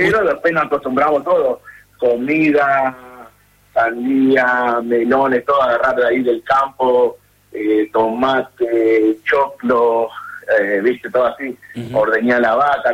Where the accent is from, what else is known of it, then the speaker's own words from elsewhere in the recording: Rafael Calzada, Buenos Aires Province, Argentina; De zona sur, Almirante Brón, Rafael Calzada.